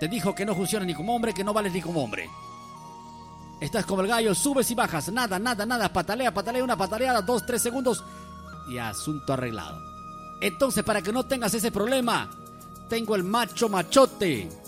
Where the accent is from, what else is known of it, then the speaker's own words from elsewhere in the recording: Huacho, Lima, Peru; Yo soy de Huacho, mis hermanos.